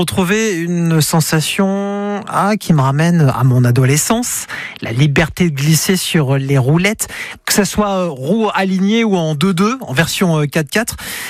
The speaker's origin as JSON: {"language": "French", "town": "Grenoble", "region": "Auvergne-Rhône-Alpes", "country": "France", "said": "C'est vrai qu'on a, je crois, en tant que Grenoblois, tous ou presque démarré le roller à l'anneau de vitesse."}